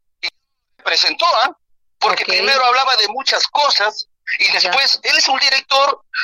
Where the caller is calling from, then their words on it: Lambayeque, Peru; yo soy del Salinas Sur, soy empresario